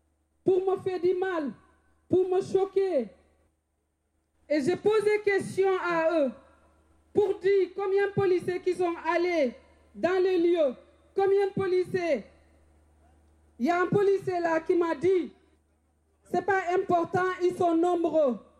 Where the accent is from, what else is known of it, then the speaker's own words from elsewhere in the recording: Rennes, Brittany, France; Je viens de Rennes.